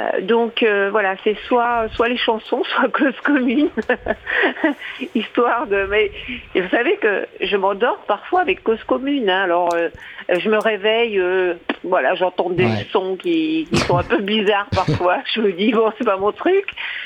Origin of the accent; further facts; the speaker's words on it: France; born there; Je suis née en France, de parents maghrébins qui ont donné leur vie pour la France